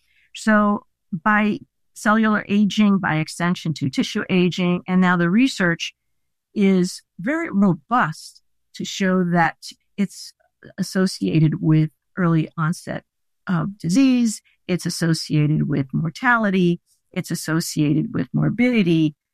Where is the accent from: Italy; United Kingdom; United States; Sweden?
Italy; first language Italian; English is a second language; And as you know, the book was originally written in Italian, which is my mother tongue.